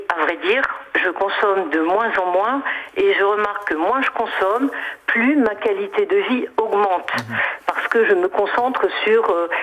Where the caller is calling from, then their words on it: La Rochelle, Nouvelle-Aquitaine, France; J'appelle de La Rochelle.